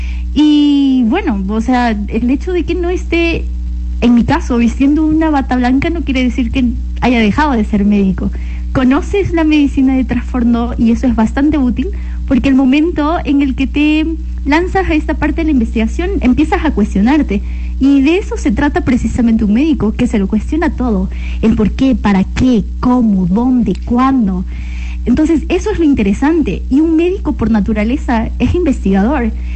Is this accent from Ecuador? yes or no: yes; Ecuador